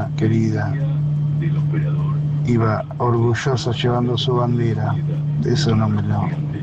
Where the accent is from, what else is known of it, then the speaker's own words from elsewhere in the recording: Junín, Buenos Aires Province, Argentina; de Junín, te estoy escuchando ahora, esperando la carga acá en una planta grande.